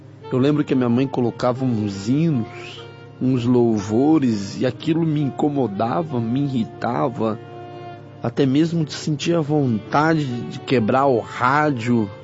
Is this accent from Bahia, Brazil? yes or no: no; Ribeirão Preto, São Paulo, Brazil; sou da cidade de Ribeirão Preto